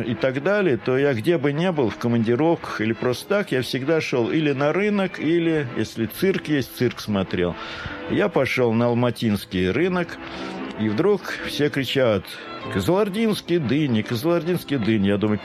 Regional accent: Kazakhstan; born there; Я еще говорю, я еще и казах, потому что я родился в Казахстане, А раз это моя земля и родина, значит, я еще немножко и казах.

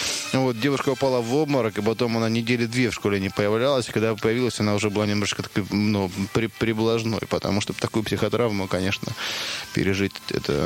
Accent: Belaya Kalitva, Rostov Oblast, Russia; одна совершенно чудовищная история произошла в городе Белая Калитва, откуда я родом, в средней школе номер 3, когда я учился в 6 классе.

